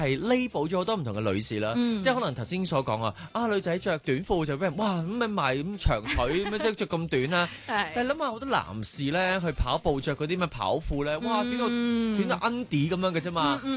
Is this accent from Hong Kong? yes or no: yes; Hong Kong; 我哋香港人